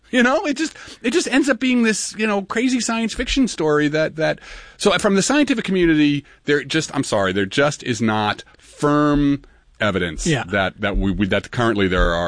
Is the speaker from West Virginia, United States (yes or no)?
no; Newark, New Jersey, United States